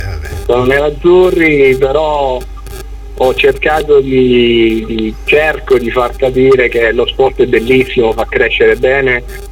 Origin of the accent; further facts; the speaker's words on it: Reggio Calabria, Calabria, Italy; Allora, vabbè, io sono nato a Reggio e fino a 15-16 anni, diciamo che al Granillo era tutta un'altra atmosfera diversa